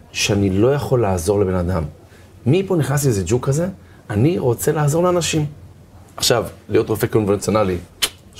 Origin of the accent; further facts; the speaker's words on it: Herzliya, Tel Aviv District, Israel; גם אני גדלתי בהרצליה.